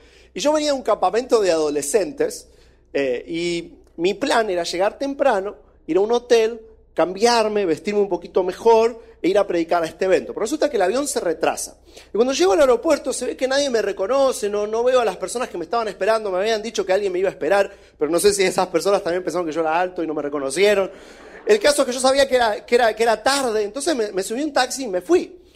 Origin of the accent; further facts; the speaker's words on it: Argentina; accent: mixed; moved away; also born or lived in California; soy argentino, aunque vivo hace muchos años afuera, así que mi acento quizás es un poquito extraño.